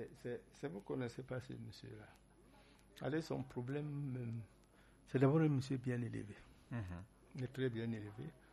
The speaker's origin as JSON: {"language": "French", "country": "Cameroon", "said": "Nous sommes tous des Camerounais."}